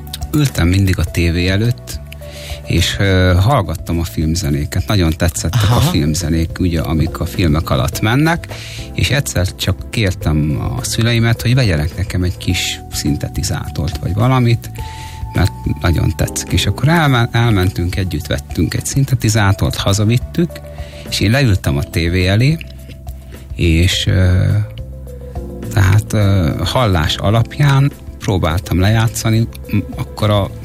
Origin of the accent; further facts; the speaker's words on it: Endrefalva, Nógrád, Hungary; also born or lived in Salgótarján; Salgótarján. Én Salgótarjánban születtem. Salgótarján mellett nevelkedtem egyébként Endrefalván.